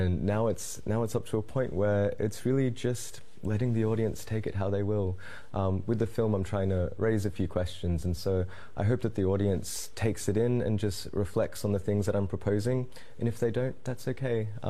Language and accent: English; Australia; as someone who's mixed race, because that's the thing that goes on internally for me, trying to mix the ways that I'm Australian and Filipino